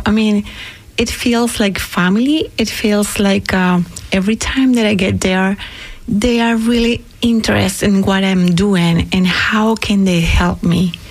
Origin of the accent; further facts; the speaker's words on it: Venezuela; English is a second language; moved away as an adult; I'm from Venezuela, and start here as an immigrant was really hard, like really, really hard.